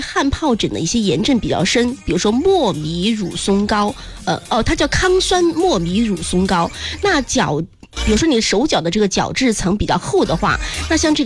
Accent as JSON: {"language": "Chinese", "region": "Sichuan", "country": "China", "said": "我们四川话叫风丹"}